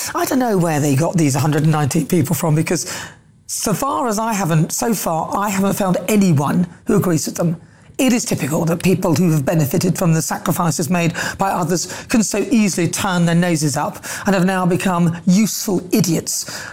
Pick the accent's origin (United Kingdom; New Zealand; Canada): United Kingdom; I, for one, are so proud of being British.